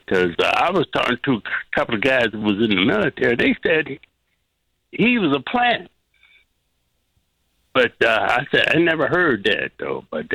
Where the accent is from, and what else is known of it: Harvey, Illinois, United States; born there; also born or lived in Chicago